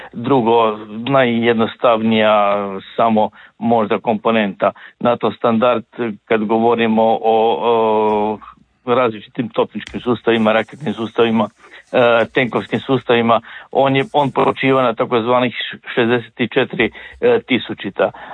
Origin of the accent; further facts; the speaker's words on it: Zagreb, City of Zagreb, Croatia; Ukrajinski dron je pao i kod nas u Zagrebu.